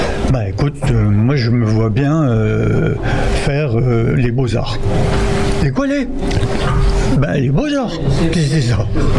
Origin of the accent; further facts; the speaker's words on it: Nice, Provence-Alpes-Côte d'Azur, France; Je suis niçois.